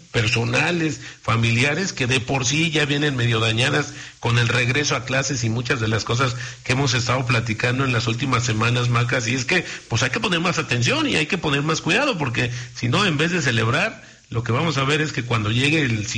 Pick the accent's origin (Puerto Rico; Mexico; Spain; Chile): Mexico